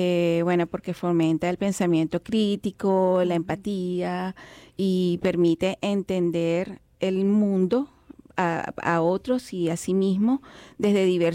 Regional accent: Caracas, Capital District, Venezuela; yo nunca tuve la oportunidad de ir a Mérida, a esa área. Entonces, yo soy de Caracas

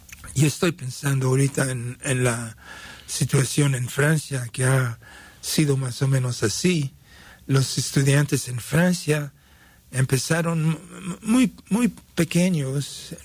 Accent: Mexico City, Mexico; Yo estaba hablando con un amigo con quien crecí en México DF, y él se había mudado a París

